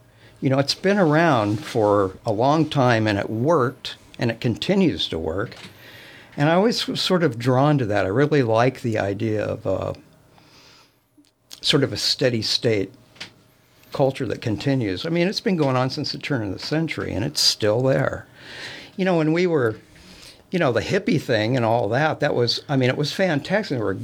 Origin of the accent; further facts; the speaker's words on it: Klamath Falls, Oregon, United States; I was raised in around Klamath Falls, Oregon.